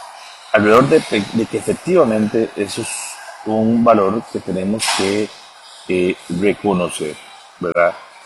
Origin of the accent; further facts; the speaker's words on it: Puntarenas, Costa Rica; born there; yo nací en Chacarita, de Punta Arenas, y he logrado salir adelante y logré estudiar y logré desarrollarme como profesional a pesar del origen humilde de mi familia